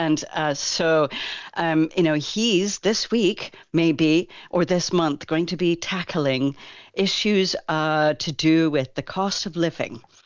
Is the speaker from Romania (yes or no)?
no; Kelowna, British Columbia, Canada; moved away; I'm from Kelowna.